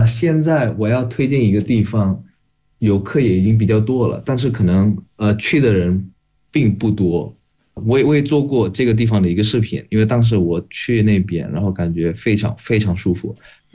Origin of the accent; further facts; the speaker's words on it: Indonesia; moved away as an adult; now in China; 我外公现在在印尼，我们所有家里人都在印尼，就我一个人现在留在中国